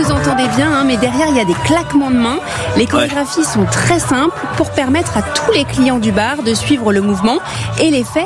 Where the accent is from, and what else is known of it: France